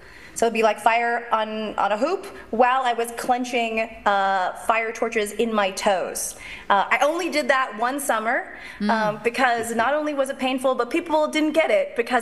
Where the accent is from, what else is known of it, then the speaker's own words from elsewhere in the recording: Canada; So, and I'm Canadian, so it's even worse.